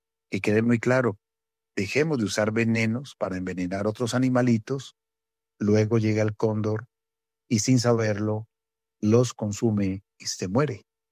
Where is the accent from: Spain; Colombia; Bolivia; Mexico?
Colombia; lo que somos como colombianos y como habitantes de esta majestuosa cordillera de los Andes.